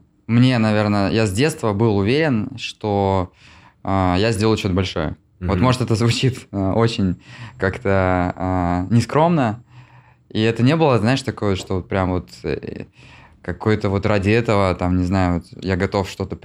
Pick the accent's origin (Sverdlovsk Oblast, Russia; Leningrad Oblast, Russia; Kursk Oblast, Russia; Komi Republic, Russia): Komi Republic, Russia; Syktyvkar; Я вырос в Сыктывкаре.